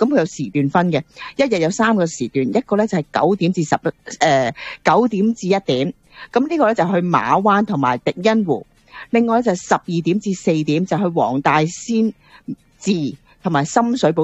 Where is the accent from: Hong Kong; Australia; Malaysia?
Hong Kong; moved away; 我哋嚟自香港嘅，有時咧都係喜歡翻去探下親啊